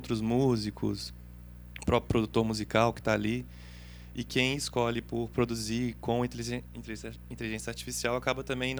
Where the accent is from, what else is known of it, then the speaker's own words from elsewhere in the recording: Minas Gerais, Brazil; born there; also born or lived in Campo Grande, Mato Grosso do Sul; now in Paraná, Brazil; Eu sou mineiro, sou nascido em Minas Gerais e estou aqui no Paraná há 4 anos já. E, enfim, eu vim a trabalho